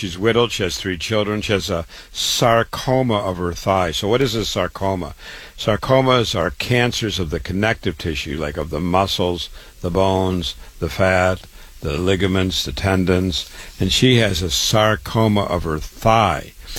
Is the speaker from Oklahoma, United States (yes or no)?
no; Waterloo, Iowa, United States; I was born and raised in Waterloo, Iowa. I went to public school, university, MD at 25.